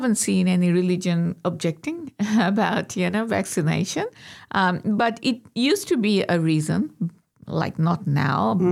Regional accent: Bangladesh; now in Australia; I'm from Bangladesh.

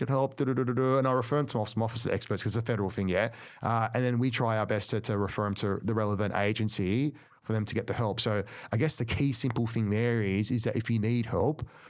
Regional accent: Cabramatta, New South Wales, Australia; I grew up poor in Cabramatta. I grew up in Housing Commission.

